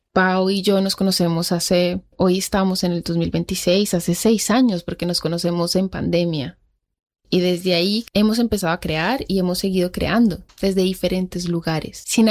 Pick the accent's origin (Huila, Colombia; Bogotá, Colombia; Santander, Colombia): Bogotá, Colombia; born there; moved away as an adult; also born or lived in Argentina / Spain / Mexico / Denmark; de origen colombiano. Nací en Bogotá y hace más de 10 años llevo migrando de forma constante a diferentes países. He vivido en Argentina, en España, en México, en Dinamarca y de forma un poco más intermitente en Estados Unidos.